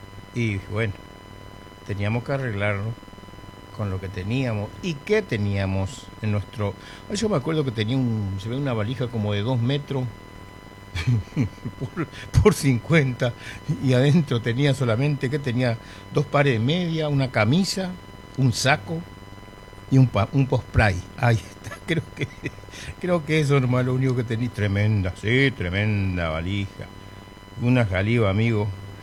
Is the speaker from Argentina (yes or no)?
yes; Presidencia de la Plaza, Chaco, Argentina; now in Ushuaia, Argentina; Presidencia en la plaza, mi pueblo no tiene pista. ¿Qué va a tener? Pista de caballo, de zorra, de sulky, de carreta, de tractor